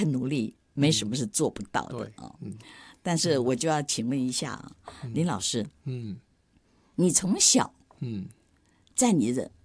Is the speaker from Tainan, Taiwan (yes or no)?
no; Daxi, Taoyuan, Taiwan; 他本来是在大溪，我们是桃园人嘛，桃园大溪人、他在大溪到要我们搬到台北来